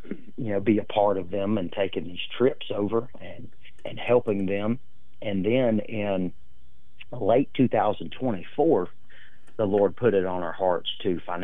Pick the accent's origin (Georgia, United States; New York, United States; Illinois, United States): Georgia, United States; Americus; I grew up in Americus, Georgia, but I currently live in Ellaville, just 20 minutes from Americus. Go to church in Plains.